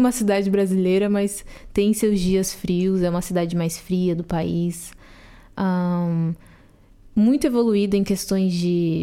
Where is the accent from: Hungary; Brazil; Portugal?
Brazil; moved away as an adult; now in Germany